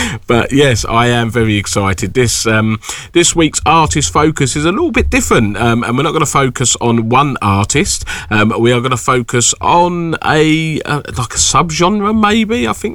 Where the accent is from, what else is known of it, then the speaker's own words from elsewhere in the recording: United Kingdom; Being typically British